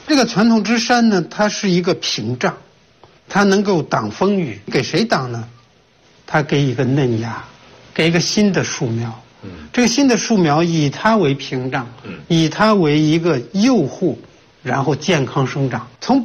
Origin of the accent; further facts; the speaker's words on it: China; 我们中国人喝茶，